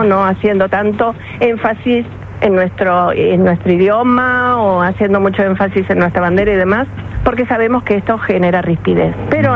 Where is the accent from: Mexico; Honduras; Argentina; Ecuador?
Argentina; now in Spain; siempre con los argentinos hay esa diferenciación y en Cataluña siempre me lo han marcado. Y cuando yo voy a algún lugar, ¡ay, qué lindo sos argentina, qué lindo que hablas!